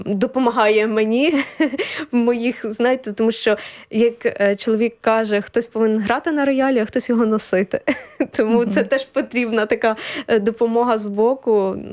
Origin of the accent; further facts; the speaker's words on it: Ternopil Oblast, Ukraine; moved away as an adult; also born or lived in Kyiv; Я сама із Тернопільської області родом, але я вже в Києві спочатку навчалась, потім працювала